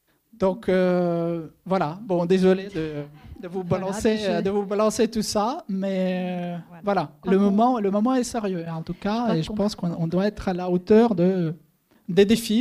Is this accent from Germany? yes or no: no; France; en tant qu'Européen, en tant que Français